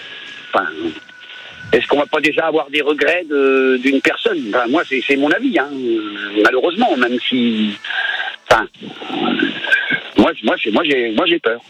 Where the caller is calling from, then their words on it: Sens, Bourgogne-Franche-Comté, France; j'habite à Sens.